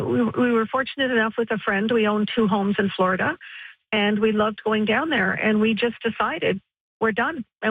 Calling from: Canada; we're so Canadian.

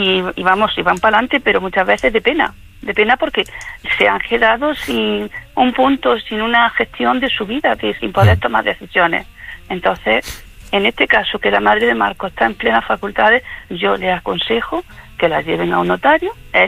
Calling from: Jaén, Andalusia, Spain; soy enfermera de aquí, de Jaén.

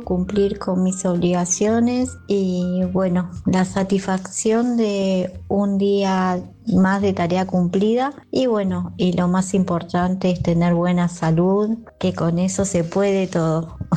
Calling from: José Mármol, Buenos Aires Province, Argentina; de José Mármol

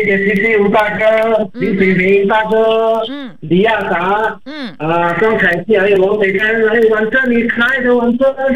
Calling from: Singapore

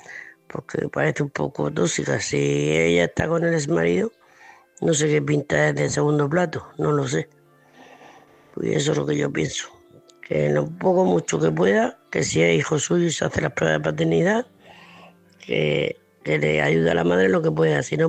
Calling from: Murcia, Region of Murcia, Spain; de Murcia.

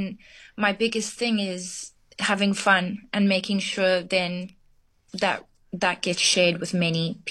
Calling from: London, United Kingdom; Yes, I'm calling you from London.

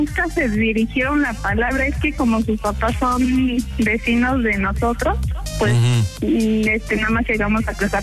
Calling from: Ixtapaluca, State of Mexico, Mexico; De Iztapaluca, Estado de México.

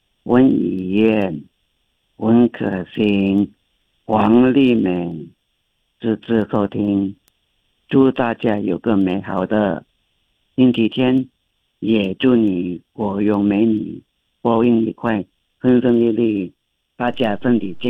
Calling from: Kuching, Sarawak, Malaysia

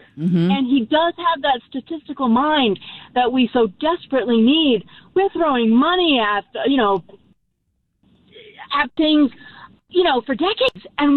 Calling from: Barrington, Rhode Island, United States; I'm from Barrington.

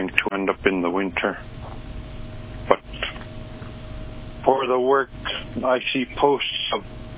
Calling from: Kwigillingok, Alaska, United States; Yes, I'm calling in from Quigilingok. I'll give a brief introduction.

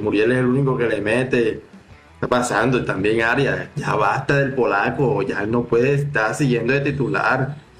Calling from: Barranquilla, Atlántico, Colombia

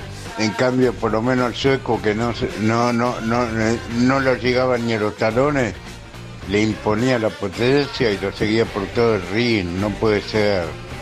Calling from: Monte Castro, Buenos Aires, Argentina; de Monte Castro.

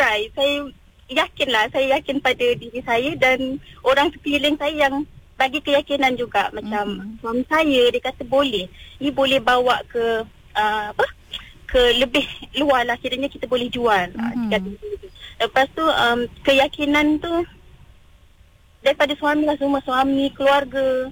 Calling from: Gopeng, Perak, Malaysia; Saya berasal daripada Ulu Geruntum, Gopeng, Perak dan berketurunan suku kaum orang asli. Suku kaum Semai.

